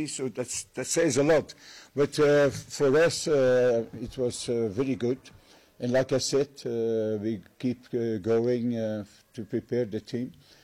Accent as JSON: {"language": "English", "country": "Belgium", "moved": "as an adult", "lives_now": "Uganda", "said": "I'm from Belgium."}